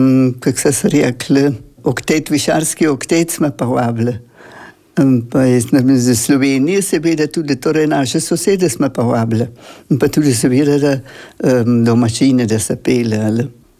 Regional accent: Friuli-Venezia Giulia, Italy; Mi smo je tam v Kanalčji dolini

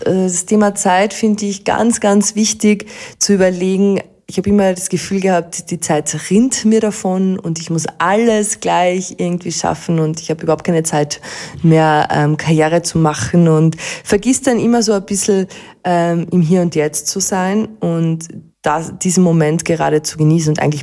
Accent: Carinthia, Austria; wenn man als Kärntner in Kärnten unterwegs ist, ist trotzdem irgendwie so ein Heimatgefühl, das man da mitbringt

